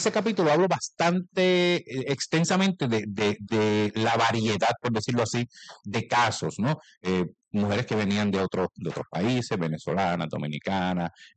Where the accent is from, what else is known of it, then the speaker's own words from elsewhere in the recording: Corozal, Puerto Rico; En mi pueblo, en Corozal, yo decía a los muchachos que habían las tres profesiones típicas, ¿verdad?